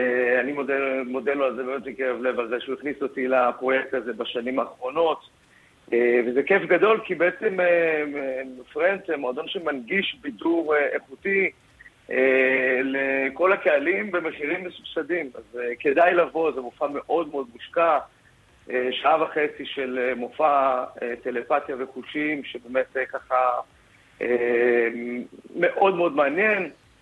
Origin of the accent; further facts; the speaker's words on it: Hadera, Haifa District, Israel; born there; also born or lived in Tiberias, Israel; נולדתי בטבריה, עברתי לחדרה בגיל 9 למושב תלמי לזר.